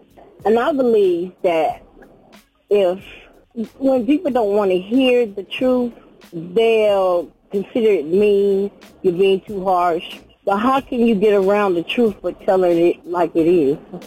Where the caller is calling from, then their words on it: North Carolina, United States; I'm calling from North Carolina.